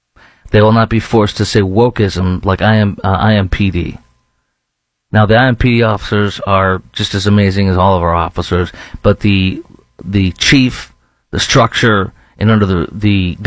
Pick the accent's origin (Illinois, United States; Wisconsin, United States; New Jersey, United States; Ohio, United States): Illinois, United States; Chicago; my hometown of Chicago